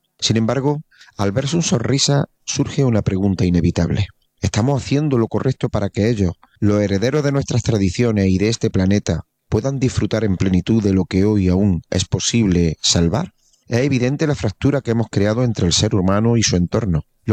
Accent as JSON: {"language": "Spanish", "region": "Andalusia", "country": "Spain", "said": "el lema que nos define como andaluces"}